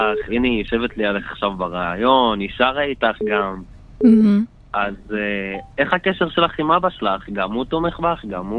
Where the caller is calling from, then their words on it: Northern District, Israel; אני מהצפון, הצפון הרחוק.